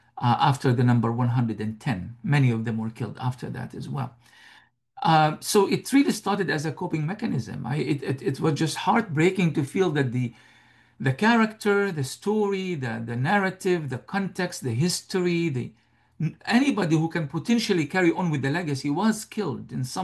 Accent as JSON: {"language": "English", "town": "Gaza", "region": "Gaza Strip", "country": "Palestine", "tie": "born or raised there", "said": "I was born and raised in Gaza. My family comes from, not just from a refugee camp in Gaza itself, but they come from a village called Beit Daras"}